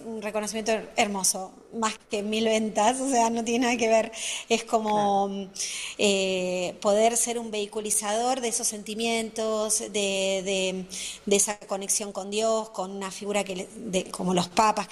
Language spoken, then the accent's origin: Spanish; Buenos Aires, Argentina; soy del barrio de Flores.